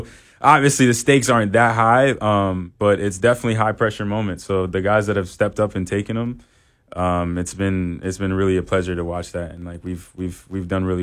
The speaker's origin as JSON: {"language": "English", "town": "Evanston", "region": "Illinois", "country": "United States", "tie": "born or raised there", "said": "My first sport was like probably hockey because I was growing up in Chicago."}